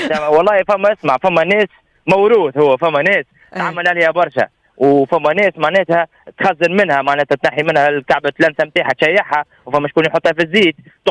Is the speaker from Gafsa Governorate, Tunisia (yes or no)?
no; Bizerte Governorate, Tunisia; accent: Bizerte dialect; احنا نقولوا له شرش باللغه الدارجه نتاع بنزرت